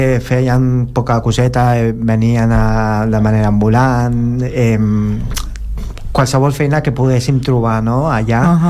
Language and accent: Catalan; General Trias, Cavite, Philippines; Nosaltres venim de Generaltias, que és una ciutat que, bueno, que està a les afores de Manila. Estem a 50 quilòmetres de Manila.